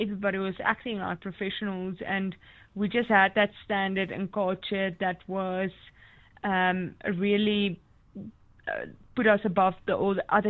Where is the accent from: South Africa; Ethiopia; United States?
South Africa; especially being a South African